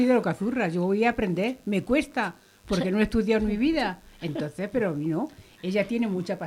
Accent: Jaén, Andalusia, Spain; soy andaluza de Jaén.

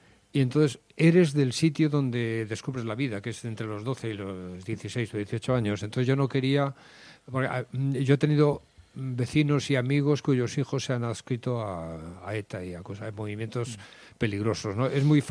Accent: Madrid, Community of Madrid, Spain; moved away as an adult; also born or lived in France / San Sebastián; Pues en el año 83, yo ya volví a Madrid, el 84.

